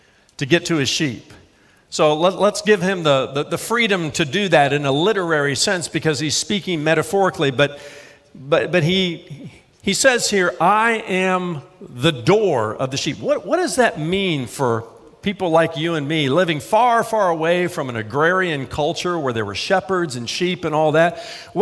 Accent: Indiana, United States; I grew up in Indiana near cornfields. We had maybe 1 or 2 tall buildings in our downtown

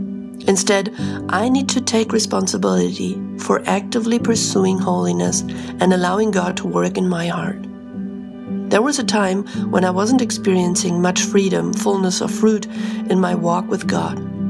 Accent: Germany; from Germany, and I'm a Revive partner.

